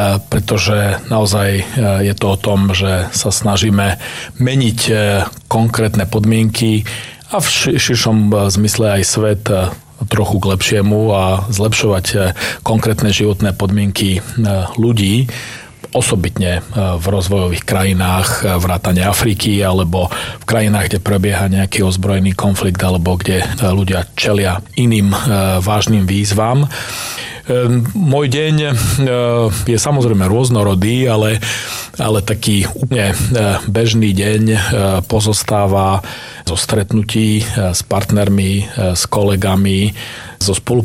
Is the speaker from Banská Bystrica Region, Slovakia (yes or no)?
no; Tatranská Lomnica, Prešov Region, Slovakia; moved away as an adult; also born or lived in Poprad / Bratislava / New York; now in Nairobi, Kenya; som naozaj pekné detstvo prežil vo Vysokých Tatrách, Tatranskej Lomnici. Narodil som sa síce v Poprade, Spišskej Sobote, ale detstvo som naozaj prežil v našich krásnych Tatrách a potom po štúdiách v Poprade a v Bratislave som sa do nich na chvíľu ešte vrátil